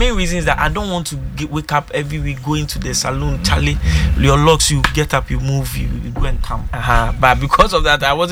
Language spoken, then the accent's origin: English; Ghana; I didn't like the fact that people did not see me as Ghanaian.